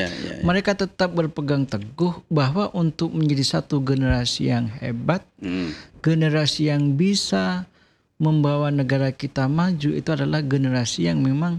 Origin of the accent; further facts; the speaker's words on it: Sumenep, East Java, Indonesia; saya orang Sumenep, tinggal di Sumenep